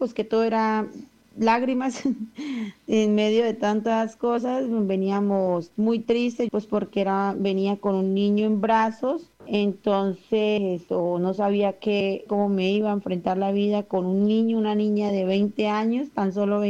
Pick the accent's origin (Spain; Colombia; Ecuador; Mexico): Colombia; Cúcuta, Norte de Santander; moved away as an adult; now in Arauquita, Colombia; Pues prácticamente toda mi vida la viví en la ciudad de Cúcuta. Desde niño nací en Arauquita, pero me crié en Cúcuta